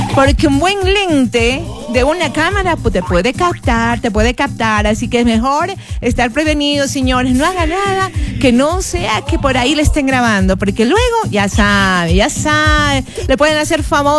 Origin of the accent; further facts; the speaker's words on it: Ecuador; En fin, así somos los ecuatorianos.